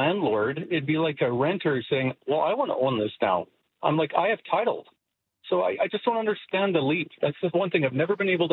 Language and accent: English; Lethbridge, Alberta, Canada; So I'm from Lethbridge, and down here, like when I have to travel through the province for business, I find that every different quadrant of the province has a different attitude on something.